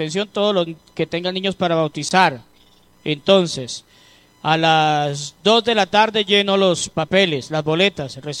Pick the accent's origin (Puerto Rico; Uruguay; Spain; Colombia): Colombia; como colombianos que somos